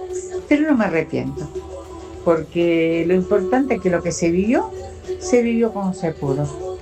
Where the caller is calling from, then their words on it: Boulogne, Buenos Aires Province, Argentina; de Boulogne.